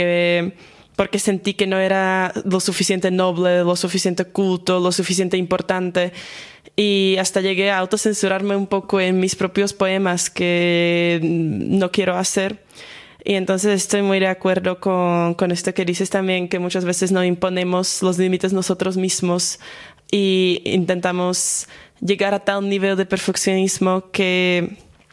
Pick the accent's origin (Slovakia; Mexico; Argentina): Slovakia; Spanish is a second language; moved away as an adult; now in Granada, Spain; bueno, pues … estudio ahorita Ciencias Políticas y Derecho aquí en Granada, pero soy de Eslovaquia. Me mudé hace año y medio